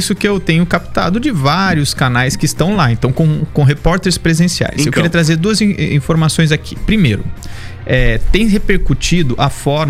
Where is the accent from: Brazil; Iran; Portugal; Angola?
Iran; now in Florida, United States; Olha, eu vou torcer porque é sangue do meu sangue, é minha língua, é minha terra natal.